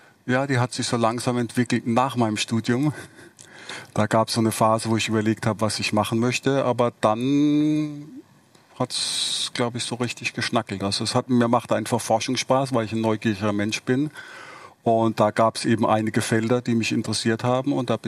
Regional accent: Baden-Württemberg, Germany; Ich bin ja im Raum Heidelberg aufgewachsen. und habe in Karlsruhe Elektrotechnik studiert und in Mannheim Psychologie

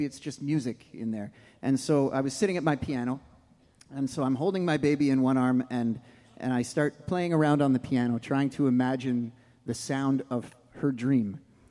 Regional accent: Canada; We're from Canada.

